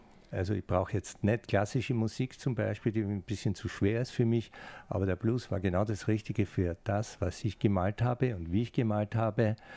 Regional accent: Styria, Austria; Ich komme ja aus der Steiermark

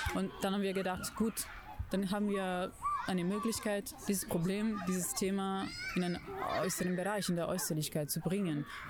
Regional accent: Italy; Ich komme aus Italien

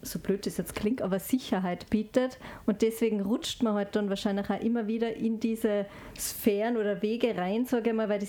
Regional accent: Salzburg, Austria; Ja, das kann ich sehr gut nachvollziehen, weil ich bin jetzt aus dem Pinzgau.

